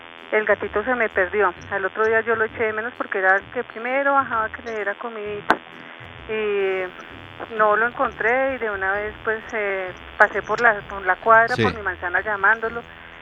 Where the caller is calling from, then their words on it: Bogotá, Colombia; Yo estoy llamando del barrio Marruecos, de la localidad Rafael Uribe Uribe.